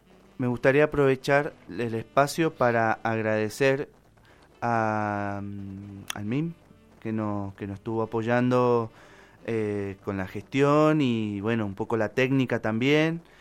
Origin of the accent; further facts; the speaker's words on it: Tucumán, Argentina; moved away as an adult; soy tucumano también